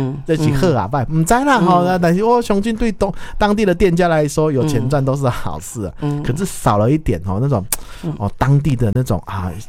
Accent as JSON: {"language": "Chinese", "country": "Taiwan"}